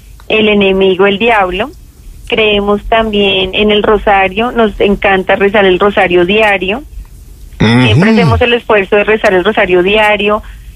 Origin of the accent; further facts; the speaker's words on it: Bogotá, Colombia; born there; yo soy una joven colombo-peruana. Mi mamá es peruana, mi papá colombiano. Nací en Bogotá. Soy una persona que nació en un hogar de mucha fe, de mucha fe en Dios, en la Virgen, un hogar católico cristiano